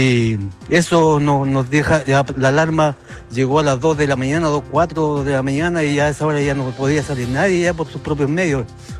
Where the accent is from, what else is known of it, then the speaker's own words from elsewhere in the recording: Chile; Y como chilenos nos merecemos una vivienda digna y vivir en tranquilidad.